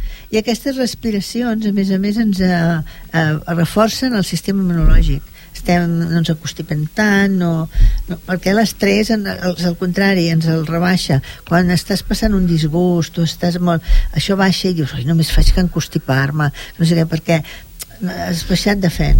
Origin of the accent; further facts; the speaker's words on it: Catalonia, Spain; som catalans